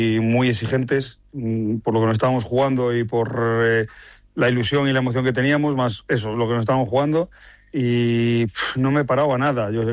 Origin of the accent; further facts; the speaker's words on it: Valladolid, Castile and León, Spain; creo que todos los que somos pucelanos pues hemos hemos respirado.